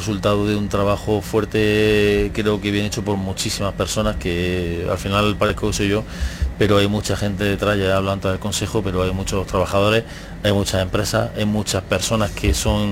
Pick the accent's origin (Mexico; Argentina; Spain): Spain; Jaén, Andalusia; Todo lo que estamos haciendo somos de Jaén.